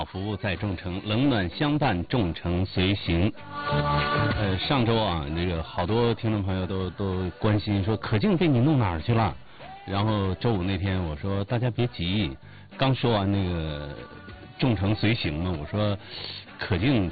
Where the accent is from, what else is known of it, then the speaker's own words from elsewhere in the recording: Northeast China, China; 咱们东北人